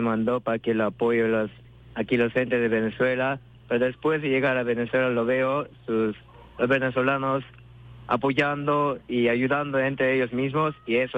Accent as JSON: {"language": "Spanish", "country": "South Korea", "second_language": "Spanish", "said": "de Corea del Sur."}